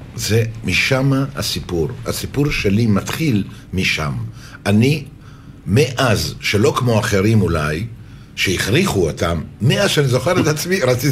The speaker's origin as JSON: {"language": "Hebrew", "town": "Jerusalem", "region": "Jerusalem District", "country": "Israel", "tie": "born or raised there", "said": "אני גדלתי במחנה יהודה, בשכונה, בכזאת שאהבתי, זאת אומרת, אהבתי, אבל הייתה עניות."}